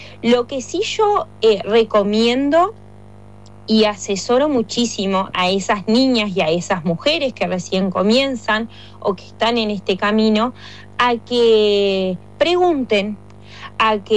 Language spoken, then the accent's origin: Spanish; Uruguay; nosotros como uruguayos siempre ponemos el ejemplo del fútbol, ¿no?